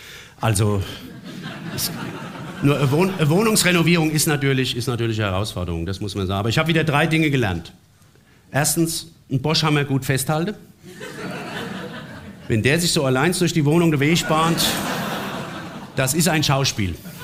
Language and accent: German; Offenbach, Hesse, Germany; Ich komme aus Offenbach. Wir haben Wasser in Offenbach, das ist für Wasserbette nicht gemacht.